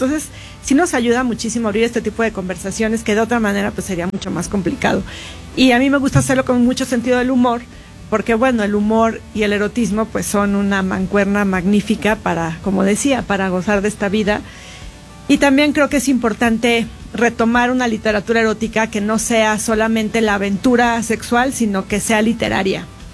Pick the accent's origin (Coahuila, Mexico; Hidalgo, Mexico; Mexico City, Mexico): Mexico City, Mexico; De la Ciudad de México.